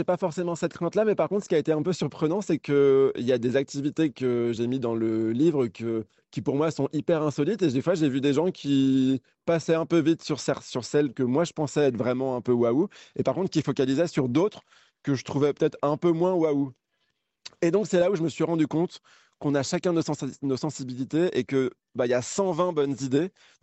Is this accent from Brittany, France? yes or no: yes; Quiberon, Brittany, France; moi, je viens de la presqu'île de Quiberon.